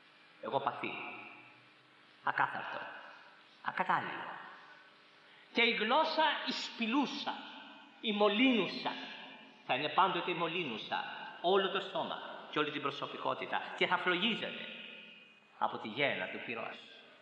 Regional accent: Corfu, Ionian Islands, Greece; στο νησί μου στην Κέρκυρα, ξέρουμε λίγο από ψάρια, όλοι οι νησιώτες.

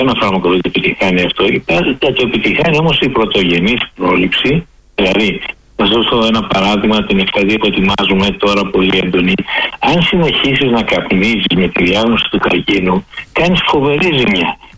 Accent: Greece; και εμείς σαν πολιτισμός, σαν Έλληνες

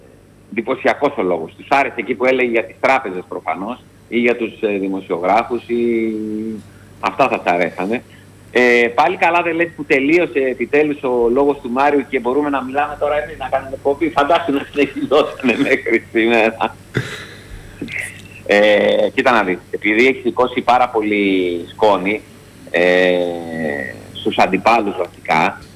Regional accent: Central Greece, Greece; Εδώ στα μέρη μου, στην Εύβοια, έκανε την ανάβαση της Κίμης.

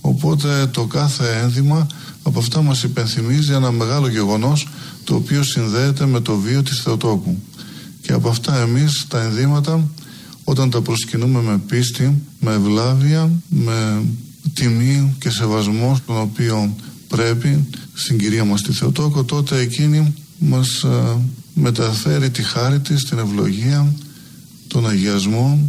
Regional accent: Greece; επειδή είμαστε Έλληνες, αλλά επειδή είμαστε Ορθόδοξοι Χριστιανοί

